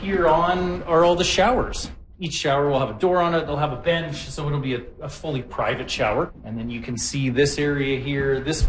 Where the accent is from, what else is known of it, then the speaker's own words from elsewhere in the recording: Kelowna, British Columbia, Canada; I was born in Kelowna. I've lived here my whole life.